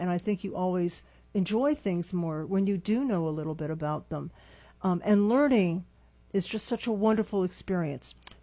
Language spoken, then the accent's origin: English; Redwood City, California, United States; Yes, from Redwood City.